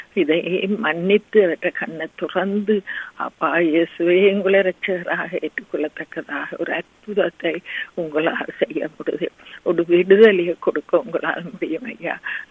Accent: Sri Lanka; moved away; நாங்கள் பிறந்து வளர்ந்த சிறிய தீவாகிய இலங்கை தீவுக்காக

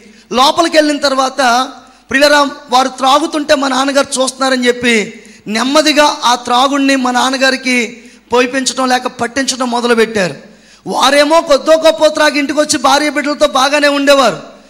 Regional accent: Andhra Pradesh, India; born there; మా ఊరికి 7 కిలోమీటర్ల దూరంలో దగ్గులూరు అనే ఊరుంది. అది భీమవరం నుండి పాలకొల్లు వెళ్తుంటే మధ్యలో తగులుతుంది.

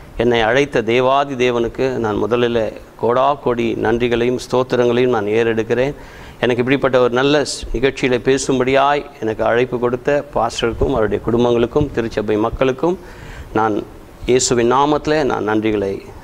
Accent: Chennai, Tamil Nadu, India; born or raised there

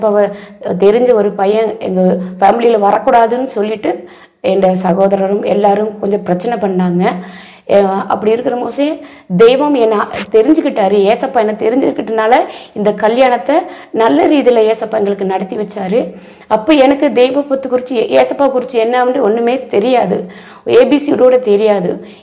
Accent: Cumbum, Tamil Nadu, India; நான் பிறந்து வளர்ந்ததெல்லாம் தமிழ்நாட்டில் கம்பத்தில் வளர்ந்தது, படித்தது எல்லாம் அங்கே தான் நான் படித்து வளர்ந்தேன். எங்கள் அம்மா அப்பா அவங்களாம் ஹிந்து ஃபேமிலி பேக்ரவுண்டு உள்ளவங்க.

